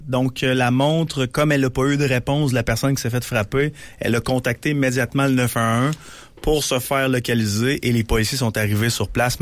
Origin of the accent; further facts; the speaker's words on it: Quebec, Canada; en tant que Québécois